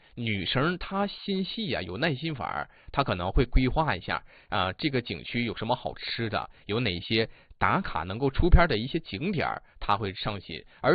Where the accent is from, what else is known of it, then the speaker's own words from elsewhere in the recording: Northeast China, China; accent: Northeastern Mandarin; 咱们东北话讲叫什么？叫随大溜啊。